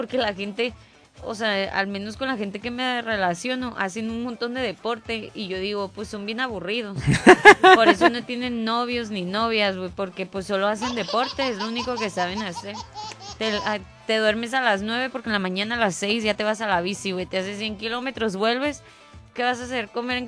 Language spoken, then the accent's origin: Spanish; Mexico; moved away as an adult; now in Barcelona, Spain; esta es mexicana